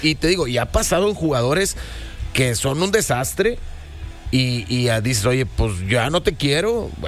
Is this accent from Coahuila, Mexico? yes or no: no; Monterrey, Nuevo León, Mexico; como somos los regios